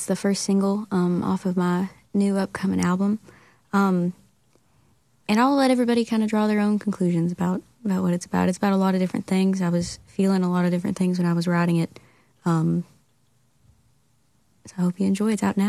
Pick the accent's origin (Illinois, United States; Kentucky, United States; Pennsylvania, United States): Kentucky, United States; She's from Tennessee. I'm from Eastern Kentucky.